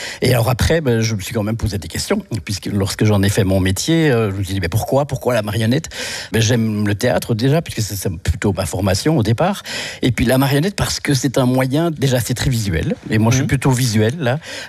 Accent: Brussels, Belgium; now in Genappe, Belgium; Je viens de Bruxelles.

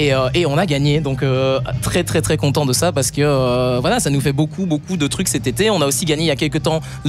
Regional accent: Verviers, Wallonia, Belgium; Et moi, je viens de Verviers. Donc voilà, on se retrouve dans Liège, tout simplement.

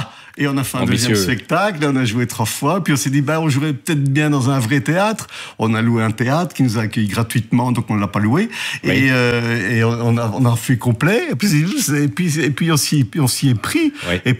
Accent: Charleroi, Wallonia, Belgium; now in Carnières, Belgium; Je suis Carolo, mais j'habite dans la région du centre depuis 25 ans par amour. Donc j'ai immigré, j'ai fait 25 bornes, j'habite Carnières

